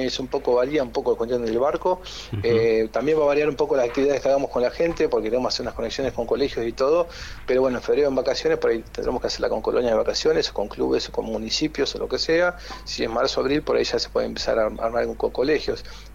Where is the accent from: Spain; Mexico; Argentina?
Argentina; Entonces, como bueno, competitivos somos de Argentina, dijimos, bueno, primera expedición en Argentina, queremos llegar a 1.000.